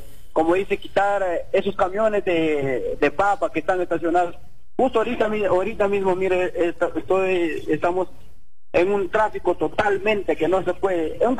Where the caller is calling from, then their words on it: Cajamarca, Peru; Llamo de la ciudad de Cajamarca